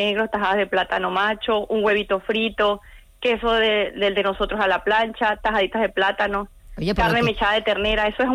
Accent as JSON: {"language": "Spanish", "country": "Venezuela", "said": "Sí, sí, somos venezolanos. Los dos somos venezolanos."}